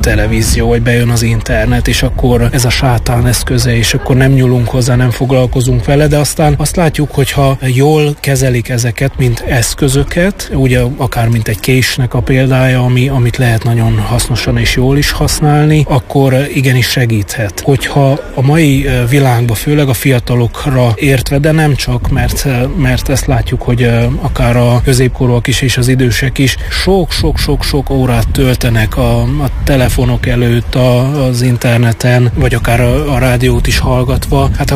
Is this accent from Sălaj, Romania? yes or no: yes; Sălaj, Romania; főleg meg én szilágysági vagyok